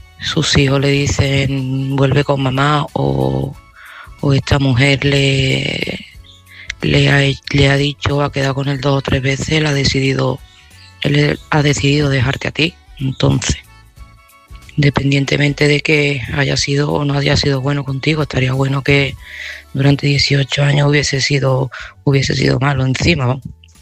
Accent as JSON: {"language": "Spanish", "town": "Seville", "region": "Andalusia", "country": "Spain", "said": "este mensaje va para Mercedes."}